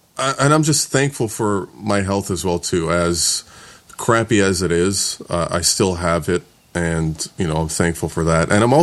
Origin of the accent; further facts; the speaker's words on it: Canada; also born or lived in United States; I'm a Canadian and lived in the U.S. for years before moving back.